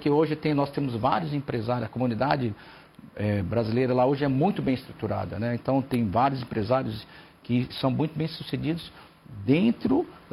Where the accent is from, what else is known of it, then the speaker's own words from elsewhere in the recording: Brazil; moved away; also born or lived in Japan; eu sou brasileiro, né? Vocês me chamam de estrangeiro, brasileiro, mas eu, desde pequeno, eu cultivo a cultura japonesa